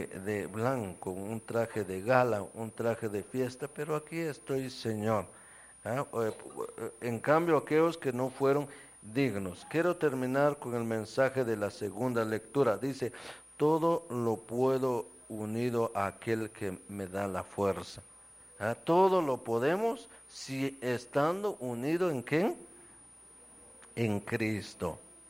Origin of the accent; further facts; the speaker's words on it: Guatemala; nosotros como guatemaltecos